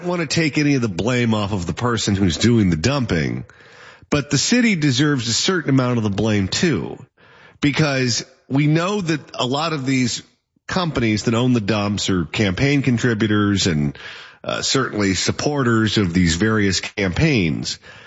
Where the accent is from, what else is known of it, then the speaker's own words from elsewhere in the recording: Garden Grove, California, United States; I'm from Garden Grove, which is right next to Disneyland